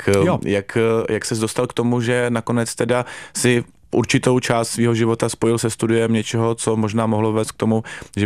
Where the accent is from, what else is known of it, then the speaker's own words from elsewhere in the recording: Ostrava, Moravian-Silesian Region, Czechia; Jsem z Ostravy a moje maminka právě jako vždycky tomu tak říkala pajdák.